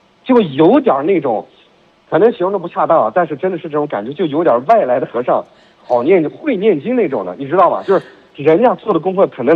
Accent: Xinjiang, China; 我觉得是属于啊咱们新疆人独有的浪漫，

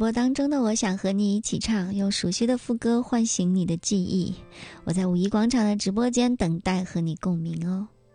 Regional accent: China; 我们中国人很喜欢拿水做比喻啊

